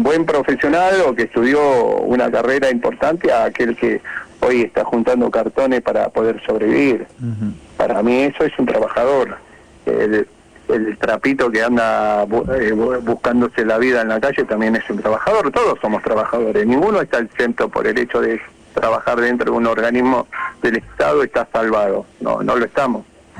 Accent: Argentina; cerrando como sociedad y como ciudadano y como argentino

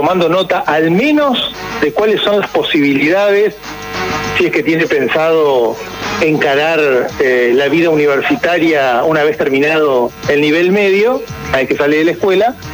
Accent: Gualeguay, Entre Ríos, Argentina; now in Paraná, Argentina; como me pasó a mí, que llegué de Gualeguay a Paraná hace ya un rato largo, pensando en estudiar la carrera de comunicación social.

